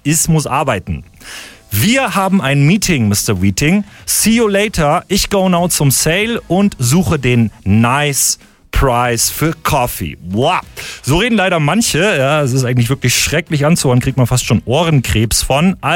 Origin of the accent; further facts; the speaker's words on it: Bavaria, Germany; accent: Bavarian; über unsere Mundart und unser Schieß Bayerisch